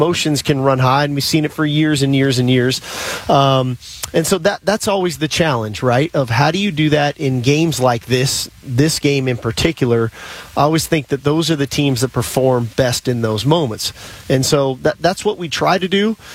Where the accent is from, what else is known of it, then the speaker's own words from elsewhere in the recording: California, United States; growing up in California, you know, 9 a.m. was when you woke up